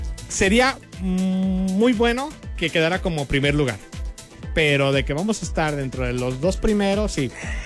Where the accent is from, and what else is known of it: Mexico